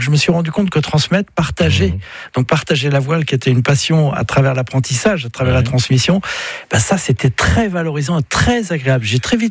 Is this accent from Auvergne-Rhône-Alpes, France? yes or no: no; Brittany, France; je suis breton et puis je le ressens profondément. Donc, de la vallée de la Rance, juste derrière Saint-Malo